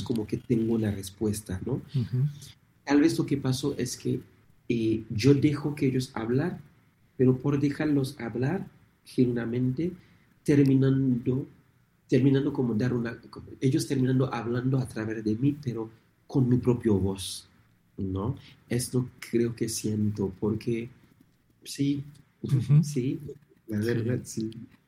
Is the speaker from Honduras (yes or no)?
no; Haiti; Haití lo pronunciamos como